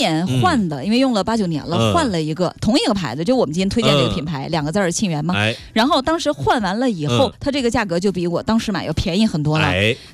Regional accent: Fuzhou, Fujian, China; 像我们福州人愿意泡茶

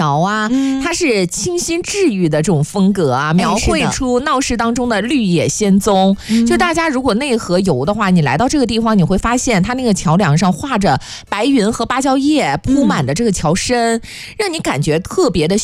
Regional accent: Fuzhou, Fujian, China

